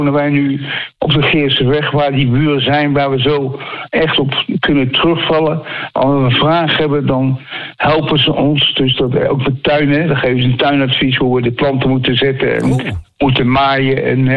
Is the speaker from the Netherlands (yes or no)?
yes; The Hague, South Holland, Netherlands; Ja, Den Haag. Kou, klauwen. Nee, dan kom ik uit Den Haag.